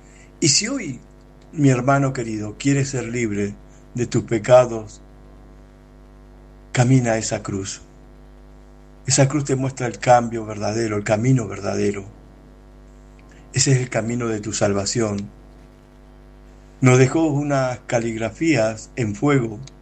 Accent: Argentina; soy de Argentina.

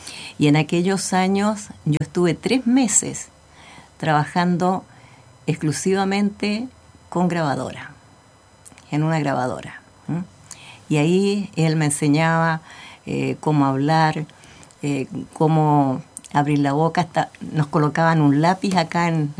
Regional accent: Chonchi, Los Lagos, Chile; La verdad es que no soy ancuditana, pero soy chilota.

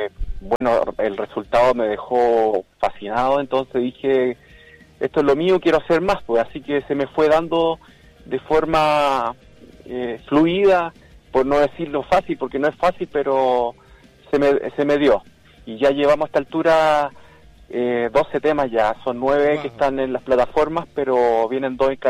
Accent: Ancud, Los Lagos, Chile; De la ciudad de Ancud.

